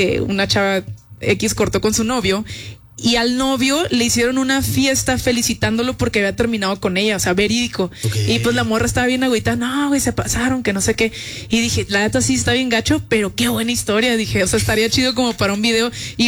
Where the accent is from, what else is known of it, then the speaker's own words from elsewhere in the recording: Tijuana, Baja California, Mexico; Esa canción se llama … porque yo soy originaria de Tijuana